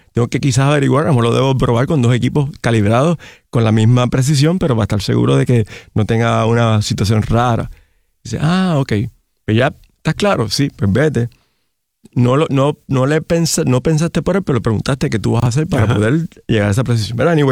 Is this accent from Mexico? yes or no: no; Puerto Rico; yo soy puertorriqueño.